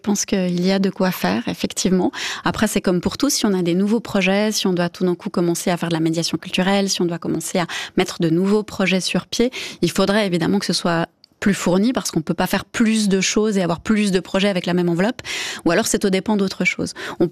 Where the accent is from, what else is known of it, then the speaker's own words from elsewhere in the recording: Bern, Switzerland; mon parcours fait que je viens du canton de Berne, que je viens d'un autre pays, d'un autre continent.